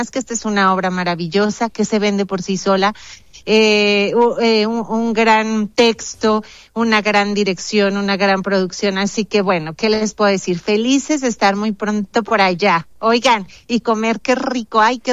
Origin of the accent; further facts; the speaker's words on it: Durango, Mexico; siempre yo soy de provincia, yo soy de Durango, y yo me acuerdo cómo me quejaba, ay, ¿por qué nada más en la Ciudad de México hay espectáculos?